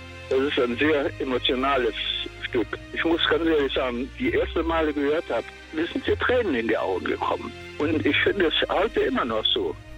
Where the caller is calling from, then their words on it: Wittlich, Rhineland-Palatinate, Germany; Ich bin aus der Stadt Wittlich an der Mosel.